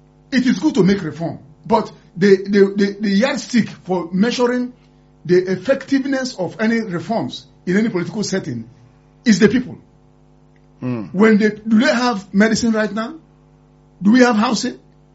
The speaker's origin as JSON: {"language": "English", "country": "Nigeria", "said": "I'm a Nigerian and I love this country."}